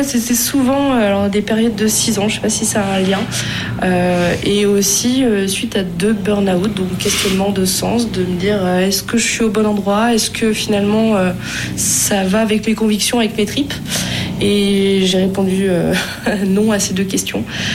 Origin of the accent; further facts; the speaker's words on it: Auvergne-Rhône-Alpes, France; je suis contente d'être revenue aujourd'hui finalement à côté de Lyon, puisque c'est là où j'ai grandi et je suis installée